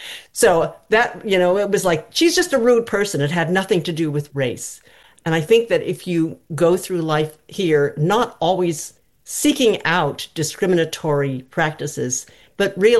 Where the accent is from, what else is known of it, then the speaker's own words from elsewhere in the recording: San Diego, California, United States; also born or lived in Hawaii; now in Maine, United States; I grew up in San Diego. And then I moved to Hawaii after I got married.